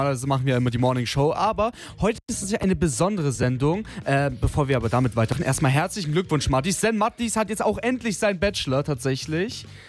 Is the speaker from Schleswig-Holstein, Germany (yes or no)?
yes; Kiel, Schleswig-Holstein, Germany; warum wir als Kieler über